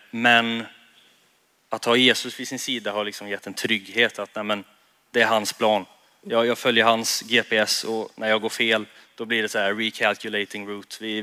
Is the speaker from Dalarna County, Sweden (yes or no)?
no; Kinna, Västra Götaland County, Sweden; moved away as an adult; now in Jönköping, Sweden; Jag var 19 år gammal. Och jag skulle flytta till Jönköping. Jag kommer från Kinna från början. En liten ort utanför Borås, om man inte har koll på den.